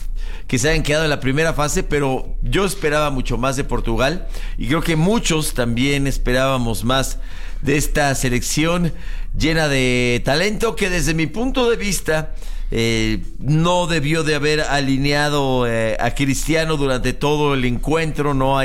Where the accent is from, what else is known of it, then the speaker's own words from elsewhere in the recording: Mexico; Yo soy mexicano.